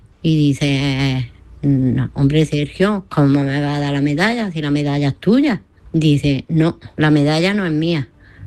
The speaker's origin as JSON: {"language": "Spanish", "town": "Granada", "region": "Andalusia", "country": "Spain"}